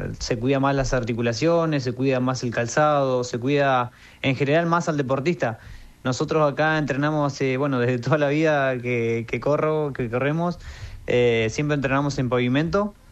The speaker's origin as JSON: {"language": "Spanish", "town": "Gualjaina", "region": "Chubut", "country": "Argentina", "moved": "yes", "lives_now": "Esquel, Argentina", "said": "yo soy de Gualjaina. Allá cuando yo corría en Gualjaina, los primeros meses corría al borde o alrededor de una cancha de fútbol que había. Y bueno, después ya me vine acá a Esquel"}